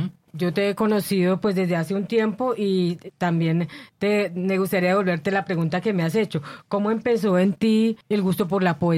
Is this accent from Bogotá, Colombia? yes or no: yes; Bogotá, Colombia; como somos de Bogotá